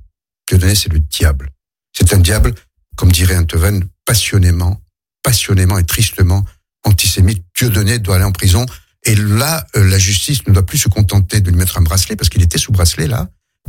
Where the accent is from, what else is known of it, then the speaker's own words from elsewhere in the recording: Algeria; now in France; mon enfance en Algérie